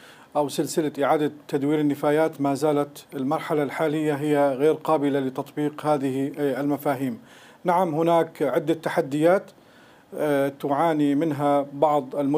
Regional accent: Syria; عندنا في سوريا

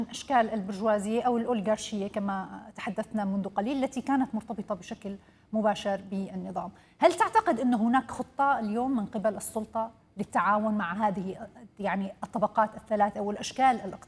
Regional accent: Damascus, Damascus Governorate, Syria; يعني أنا من دمشق على سبيل المثال، فأسمع ذلك في محيطي

